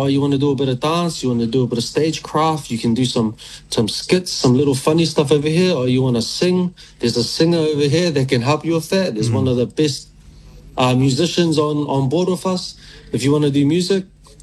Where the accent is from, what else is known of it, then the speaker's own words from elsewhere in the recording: Auckland, New Zealand; born and raised in Greylin. In my Niuean household, with my nana, my pop, my uncle, my other uncle, my mom, my dad, my cousin, my other cousin